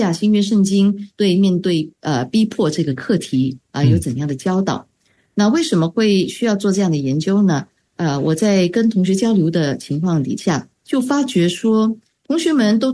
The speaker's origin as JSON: {"language": "Chinese", "country": "Singapore", "tie": "born or raised there", "also_born_or_lived": "Wheaton, Illinois, United States", "said": "我是土生土长的新加坡人"}